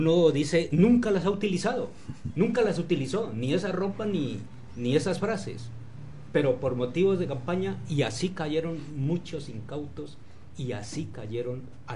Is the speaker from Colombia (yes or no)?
yes; Colombia